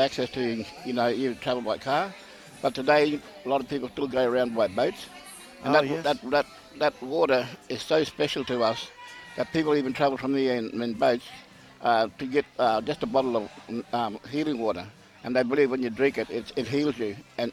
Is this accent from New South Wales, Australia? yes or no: no; Umbunji, Queensland, Australia; also born or lived in Yarrabah; I'm an elder from the Kanganji, Kanganji tribe in Yarrabah. Yes. Born in Yarrabah, the old hospital. Grew up at a place called Umbunji. So that makes me connected to the land.